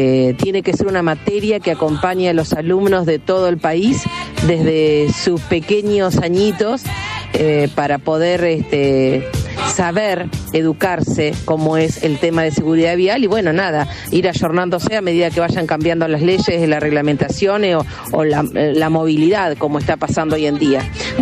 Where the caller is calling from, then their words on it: Juan Nepomuceno Fernández, Buenos Aires Province, Argentina; te hablo desde Juan Nepomuceno Fernández, un pueblo al norte del partido de Necochea.